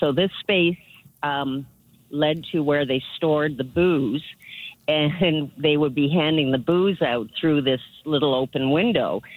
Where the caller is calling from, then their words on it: Charlottetown, Prince Edward Island, Canada; I live in the original neighborhood of Charlottetown, the original bank where the customs building is, the original fire hall.